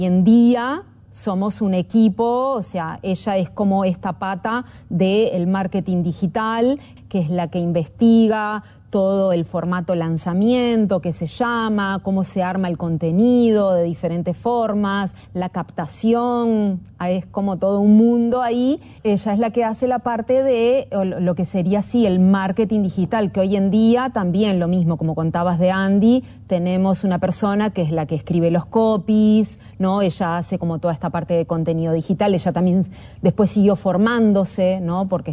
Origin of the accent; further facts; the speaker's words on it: Florianópolis, Santa Catarina, Brazil; me llama una amiga, hermanita del alma, que nos criamos juntas ahí en Florianópolis. O sea, era mi terreno y el terreno de al lado.